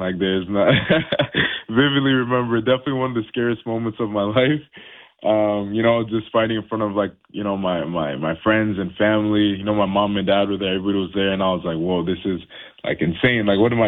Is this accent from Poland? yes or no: no; Haiti; also born or lived in United States; now in Canada; I was born down in the States. We were just down there because I'm originally from Haiti. And my parents just came down to the States.